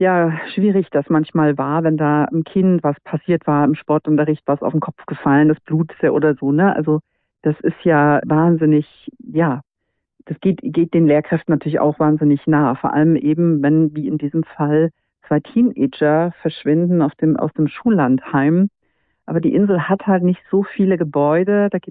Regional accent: Saxony, Germany; born there; moved away as an adult; now in Northern Germany

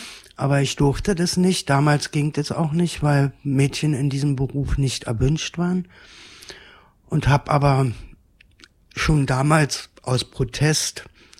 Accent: Berlin, Germany; born there; Also ich bin in Berlin-West geboren.

